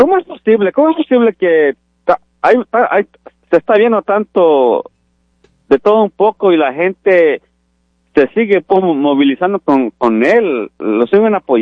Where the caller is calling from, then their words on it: Oaxaca, Mexico; Soy de Oaxaca